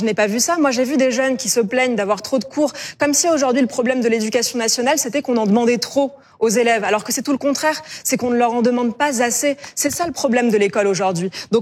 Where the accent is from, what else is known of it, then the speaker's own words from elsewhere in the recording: Île-de-France, France; moi j'ai grandi en Seine-Saint-Denis